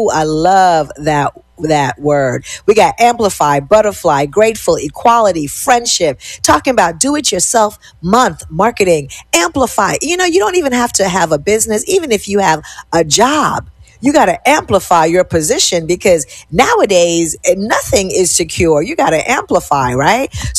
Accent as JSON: {"language": "English", "town": "New York City", "region": "New York", "country": "United States", "tie": "born or raised there", "said": "My old neighborhood, I grew up in Cambria Heights."}